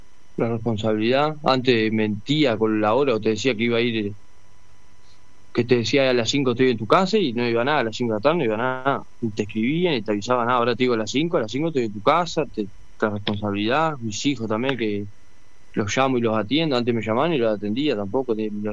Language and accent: Spanish; San José, Uruguay; now in Nueva Helvecia, Uruguay; tengo 33 años, soy coordinador del grupo de Alcohólico Anónimo acá de Nueva Alvesia, soy de San José, vengo, de allá de San José. Estoy trabajando acá en Nueva Alvesia